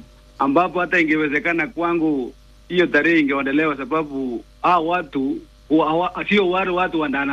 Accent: Kenya; born there; Sisi tumezaliwa Kenya na tungali tunaishi hii Kenya hii.

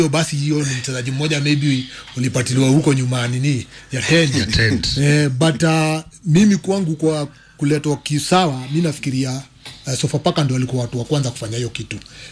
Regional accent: Kenya

